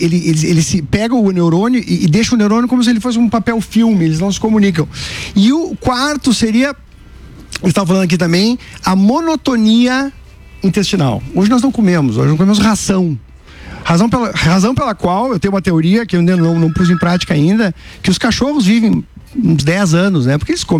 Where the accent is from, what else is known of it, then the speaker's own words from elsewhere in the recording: Rio Grande do Sul, Brazil; Sou gaúcho.